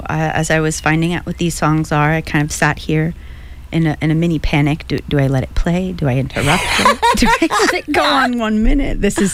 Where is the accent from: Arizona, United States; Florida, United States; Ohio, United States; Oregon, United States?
Florida, United States; I was raised in Florida, and mostly